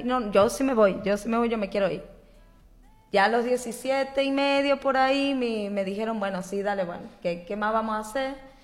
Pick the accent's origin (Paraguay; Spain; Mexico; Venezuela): Venezuela; moved away as an adult; now in Santiago del Estero, Argentina; Tengo 25 años. Soy tatuadora. Creo contenido por hobby. Y soy de Venezuela, estoy en Santiago del Estero hace 7 años. Llegué aquí cuando tenía 18, había llegado sola.